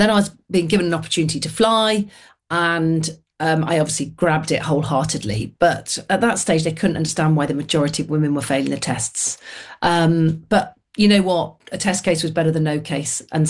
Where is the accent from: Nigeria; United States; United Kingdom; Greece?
United Kingdom; Manchester, North West England; So growing up in Manchester in the 1970s